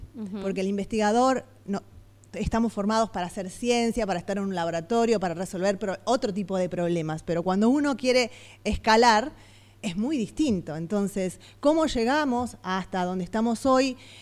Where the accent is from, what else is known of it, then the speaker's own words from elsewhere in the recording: Argentina; me fui al exterior a estudiar biología molecular cuando recién el concepto empezaba a aparecer, volví a la Argentina siempre apostando a nuestro país